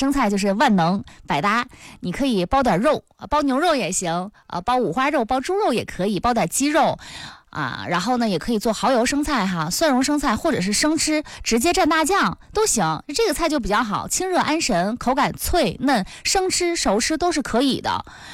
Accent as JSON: {"language": "Chinese", "region": "Northeast China", "country": "China", "said": "春笋其实对于我们东北人来说呢，吃的可能没有那么的多"}